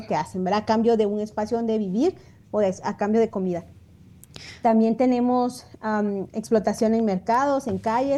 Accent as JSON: {"language": "Spanish", "country": "Guatemala", "said": "como si fuera parte de lo que vemos cotidianamente como guatemaltecas y guatemaltecos"}